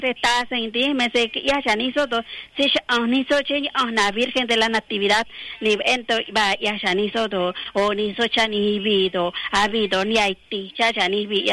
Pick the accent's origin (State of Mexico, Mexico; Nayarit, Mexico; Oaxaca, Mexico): Oaxaca, Mexico; San Juan Copala; que yo soy de San Juan Copán, la verdad, de hablando de la lengua triqui